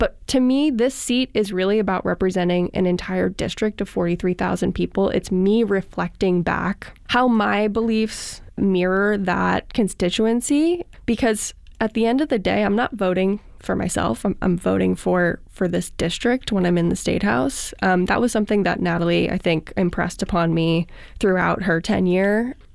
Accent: Williamsburg, Massachusetts, United States; I grew up in Williamsburg.

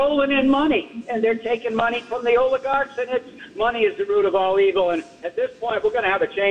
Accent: Cambridge, Massachusetts, United States; born there; now in New Hampshire, United States; as far as Massachusetts is concerned, where I was born in Cambridge, but I live in New Hampshire

